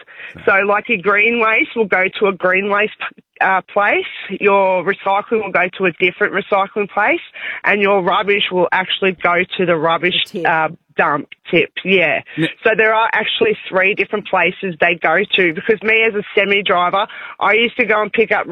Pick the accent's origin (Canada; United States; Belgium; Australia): Australia; Werribee, Victoria; I'm from Werribee, and we've got three bins.